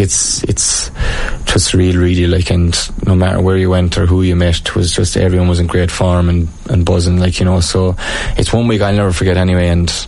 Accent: Thurles, Tipperary, Ireland; I'm from Thurles, so I'm living in town

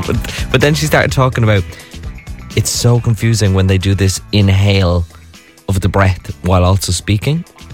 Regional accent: Ireland

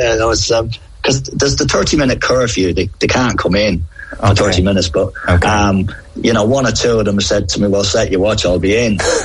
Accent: Ireland; Was this how I was brought up in Ireland? The biggest thing for me as a boy was everybody called my dad Paddy

